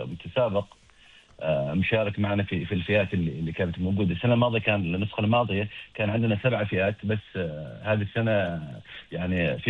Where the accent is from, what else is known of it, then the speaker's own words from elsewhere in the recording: Oman; وعندنا في عمان